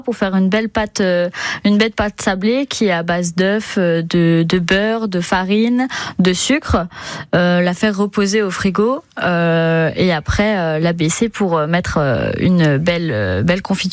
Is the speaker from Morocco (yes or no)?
no; Italy; now in France; chez nous en Italie.